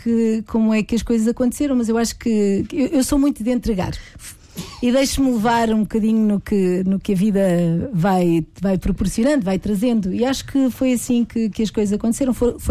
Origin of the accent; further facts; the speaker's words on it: Benavente, Santarém, Portugal; eu sou de Benavente